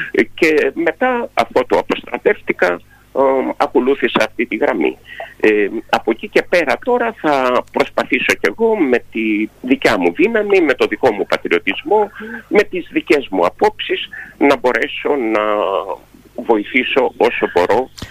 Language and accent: Greek; Central Greece, Greece; εγώ, επειδή είμαι Ρουμελιώτης και είμαστε δωρείς εμείς